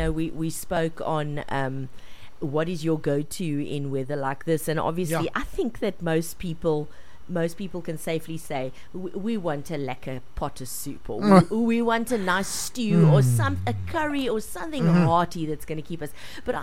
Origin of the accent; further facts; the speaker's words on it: South Africa; I am truly South African that way.